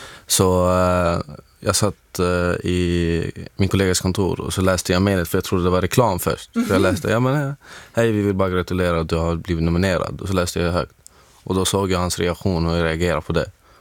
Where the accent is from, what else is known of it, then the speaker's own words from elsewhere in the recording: Syria; now in Sweden; det här baseras på hur situationen är i mitt hemland i Syrien.